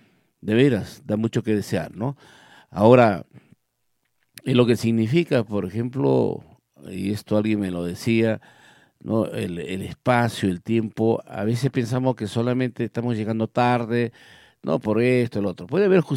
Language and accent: Spanish; Peru; ¿no somos peruanos?